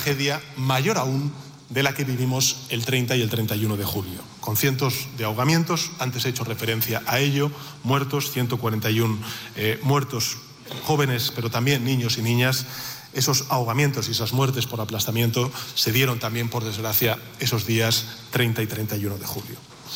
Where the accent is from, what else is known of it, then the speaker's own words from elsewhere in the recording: Spain; como presidente del Gobierno de España y como ciudadano español